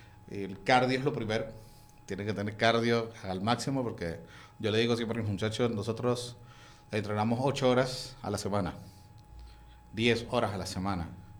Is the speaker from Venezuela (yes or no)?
yes; Venezuelan Andes, Venezuela; now in Mérida, Venezuela